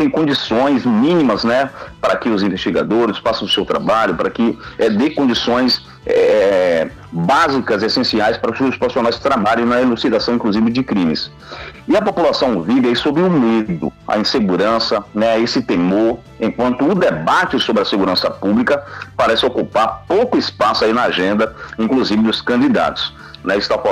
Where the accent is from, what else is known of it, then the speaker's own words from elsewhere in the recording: Bahia, Brazil; Lá na minha região, no Baixo Sul da Bahia, a gente chama pistola